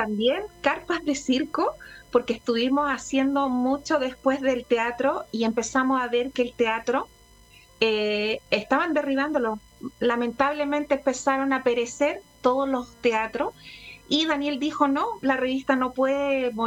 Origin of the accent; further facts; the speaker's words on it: Chile; después como vedette chilena y al final me presentaban como la showwoman de Chile por muchos años.